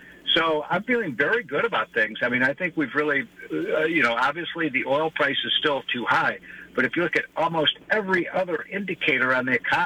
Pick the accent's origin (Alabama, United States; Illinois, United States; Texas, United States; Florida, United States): Illinois, United States; my home state of Illinois